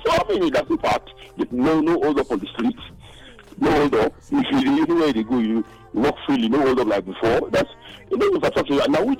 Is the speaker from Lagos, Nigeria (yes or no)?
no; Port Harcourt, Rivers, Nigeria; from Port Harcourt.